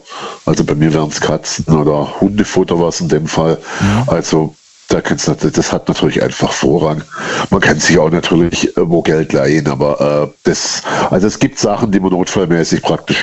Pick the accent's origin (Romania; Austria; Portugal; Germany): Germany; Baden-Württemberg